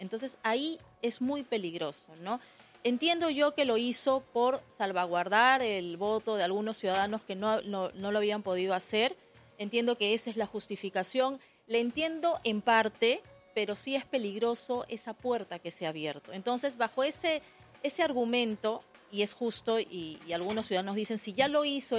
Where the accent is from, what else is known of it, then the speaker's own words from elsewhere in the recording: Peru; Ya conocemos cómo somos los peruanos, que al último minuto siempre...